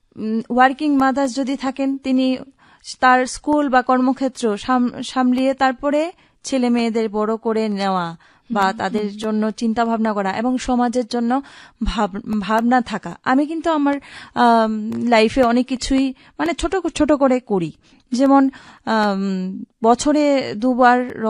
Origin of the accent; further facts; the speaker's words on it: Udaipur, Tripura, India; আমার বাড়ি উদয়পুর খিলপাড়াতে, বাড়ি